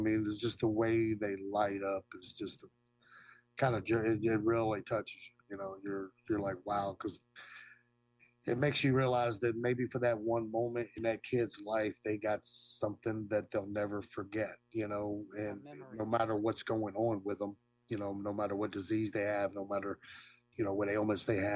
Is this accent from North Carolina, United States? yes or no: no; Waynesboro, Virginia, United States; I came from Waynesboro, Virginia